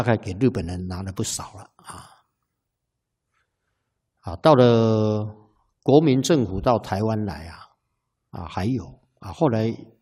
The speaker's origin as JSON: {"language": "Chinese", "country": "China"}